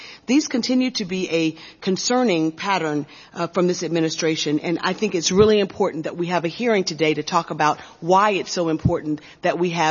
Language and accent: English; Selma, Alabama, United States; my hometown of Selma, Alabama.